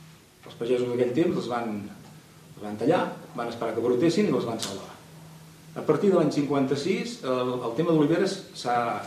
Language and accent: Catalan; Sant Feliu, Catalonia, Spain; Tots som de Sant Feliu.